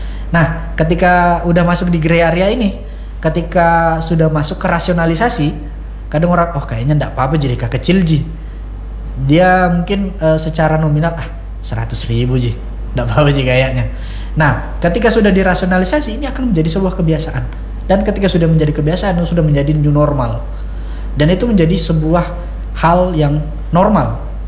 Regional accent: South Sulawesi, Indonesia; kalau misal saya orang Bugis, kita ada nilai mak bere ya namanya.

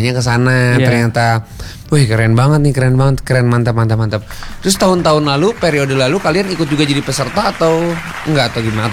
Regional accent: West Java, Indonesia; now in Bandung, Indonesia; Orang Barat, Jawa Barat sama kayak saya. Saya juga merantau juga sih kebetulan.

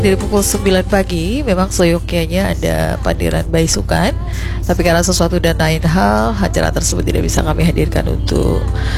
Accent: Banjar, South Kalimantan, Indonesia

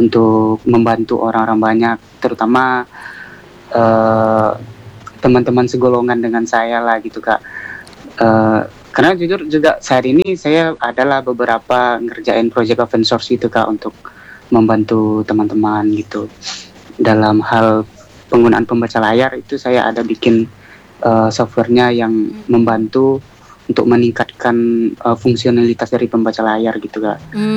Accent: Riau, Indonesia; Saya orang Riau, Kak.

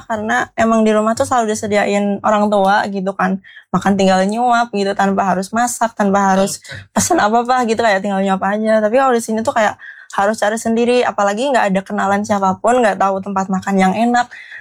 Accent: Klaten, Central Java, Indonesia; moved away as an adult; karena aku bukan orang sini ya. Aku tuh orang Klaten dan kuliah di sini.

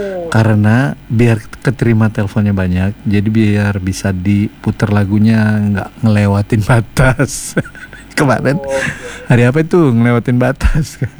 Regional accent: Medan, North Sumatra, Indonesia; also born or lived in Lhokseumawe; Lahirku di Aceh lah, Semawe kan, yes. Oh, iya. Besarnya di Medan, kemudian ya itulah kuliahnya di Unimed, gitu.

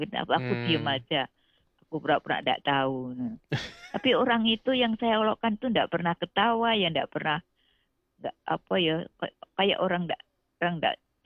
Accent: East Java, Indonesia; Nah, kami dari Kecamatan Genteng, saya yaitu saya

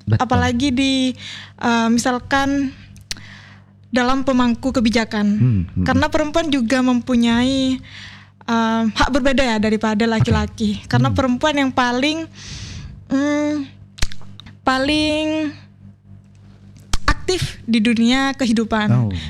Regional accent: East Java, Indonesia; now in Pajagalan (Patian), Sumenep, Indonesia; Kalau saya asal Dungkek.

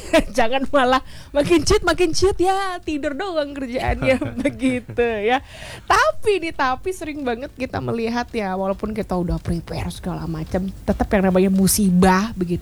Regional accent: Bali, Indonesia; Karena kita orang Bali kan percaya ya Kak

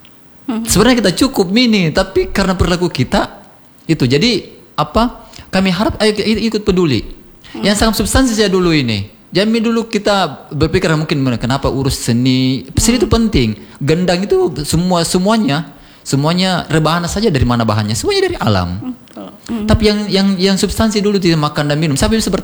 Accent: South Sulawesi, Indonesia; Itu hal-hal yang substansi dan ayo kita lakukan itu menjadi ciri kolektif sebagai orang Bugis Makassar.

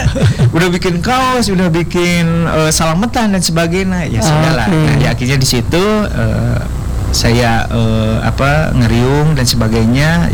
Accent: Bandung, West Java, Indonesia; Asli orang Bandung. Asli orang Bandung

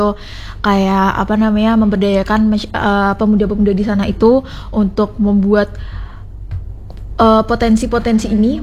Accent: Loleo, Maluku, Indonesia; Malah justru di desa kami, baik Loleo ataupun Salobera, sebenarnya lebih ke Loleo, itu memang mayoritas masyarakat di sana itu mata pencariannya nelayan.

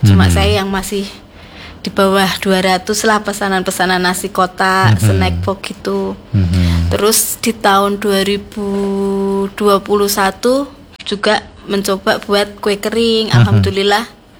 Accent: Semarang, Central Java, Indonesia; Saya dari Papandayan Kalilangse.

